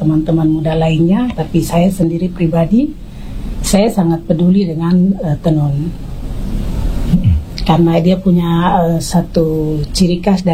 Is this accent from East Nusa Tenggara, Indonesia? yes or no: no; Southwest Papua, Indonesia; Iya, karena saya … ini perempuan maibrat. Marga saya memang orang Jayapura. Saya … orang maibrat.